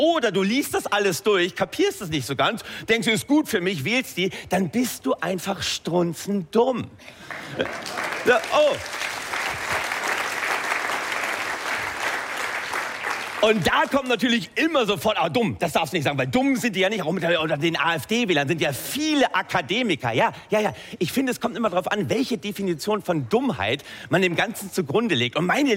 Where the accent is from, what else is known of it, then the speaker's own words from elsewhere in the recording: Lower Saxony, Germany; Nein, ich komme ja aus Niedersachsen, ne? Hinter jeder Idylle lauert die Gülle. Du, ja. Meine Heimat Oldenburger Land, da wo Mensch und Tier enger zusammenleben, als es von der Natur vorgesehen war.